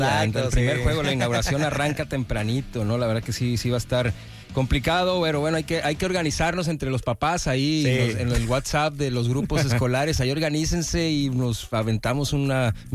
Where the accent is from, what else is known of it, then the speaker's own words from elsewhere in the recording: Sinaloa, Mexico; soy de Sinaloa